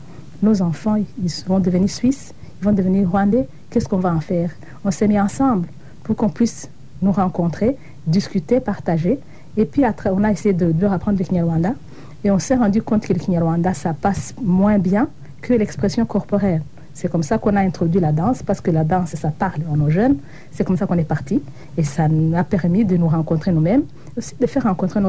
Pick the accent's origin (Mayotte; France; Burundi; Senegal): Burundi; Moi, personnellement, je suis venue du Burundi. Je suis rwandais d'origine, mais exilée des années 60.